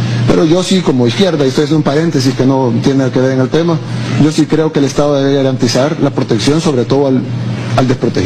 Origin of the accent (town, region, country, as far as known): El Salvador